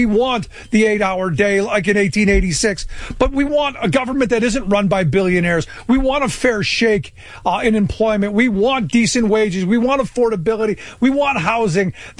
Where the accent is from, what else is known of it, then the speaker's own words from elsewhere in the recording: Ohio, United States; now in Pennsylvania, United States; My state of Pennsylvania, it doesn't happen. I grew up in Ohio.